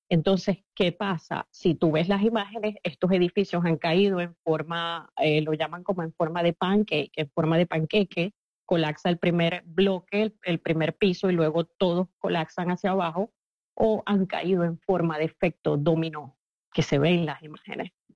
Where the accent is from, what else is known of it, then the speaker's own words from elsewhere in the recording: Venezuela; now in Sydney, Australia; Mi mamá está en Colombia, vive en Colombia. Yo soy venezolana, pero mis padres viven en Colombia.